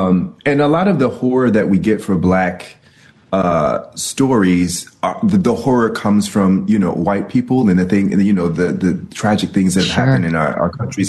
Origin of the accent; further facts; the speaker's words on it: Chicago, Illinois, United States; I'm from Chicago